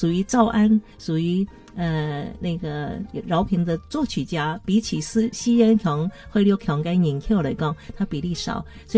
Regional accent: Taiwan; accent: Hailu Hakka; 门前五通两张哦，啊，绕绕白白雷重构，这是我的海陆腔，对不对？

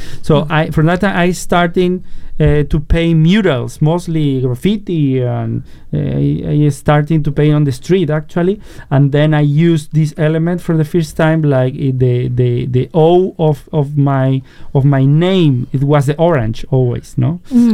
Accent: Seville, Andalusia, Spain; English is a second language; I come from South Spain.A city called Sevilla, Sevilla. Yeah, I recommend you everyone to visit Spain and my hometown because it's really special place, very historical place where I was growing up. So I was raised surrounded orange trees.

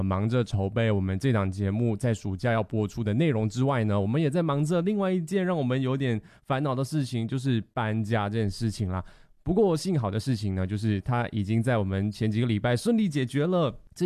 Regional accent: Malaysia; 我觉得这可能对于我们马来西亚人来讲呢

